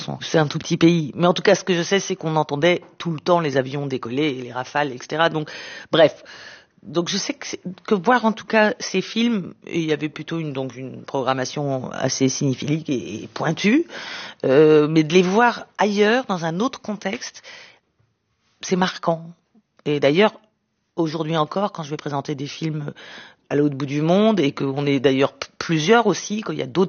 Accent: Sarcelles, Île-de-France, France; born there; c'était Sarcelles. J'étais choquée, scandalisée qu'on puisse parler de mon village natal ainsi.

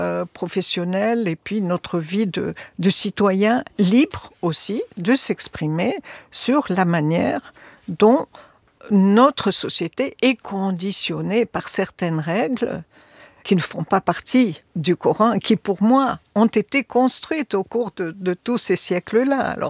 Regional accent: Tunisia; Chez nous, en Tunisie, voilà.

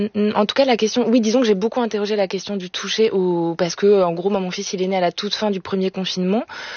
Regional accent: Grand Est, France; dans ma famille, on ne l'est pas du tout. On vient de Lorraine.

